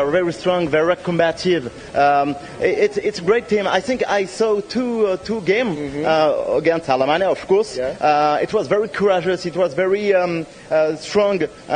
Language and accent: English; Paris, Île-de-France, France; English is a second language; I'm from Paris.